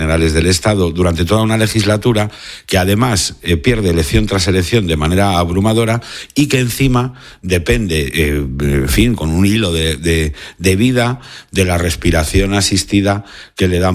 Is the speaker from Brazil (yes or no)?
no; Spain; Y luego ya como español